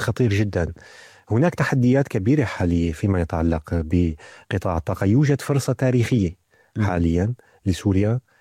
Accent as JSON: {"language": "Arabic", "town": "Salamiyah", "region": "Hama Governorate", "country": "Syria", "moved": "as an adult", "said": "بمدينتي الصغيره سلميه."}